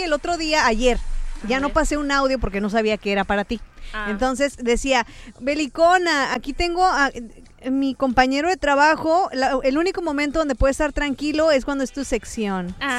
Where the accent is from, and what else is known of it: Mexico